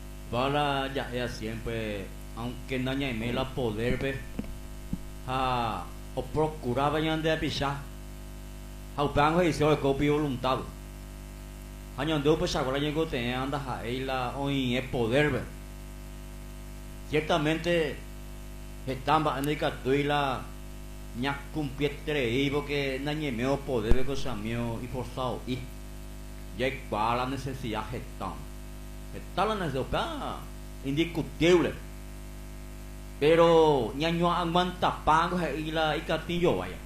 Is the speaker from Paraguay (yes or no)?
yes; Paraguay; como vecino, como pueblo paraguayo